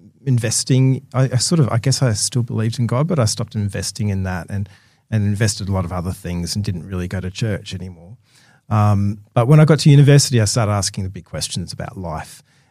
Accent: South Australia, Australia; moved away as an adult; also born or lived in Victoria; I worked for 7 years in Victoria as a pastor there. And I've been back in my home state of South Australia now for, I think it's 13 years now.

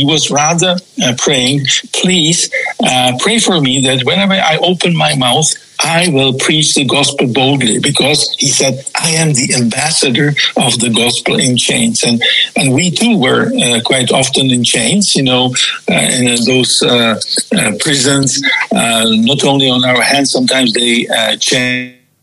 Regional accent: Czechia; first language Czech; English is a second language; My mother language is Czech

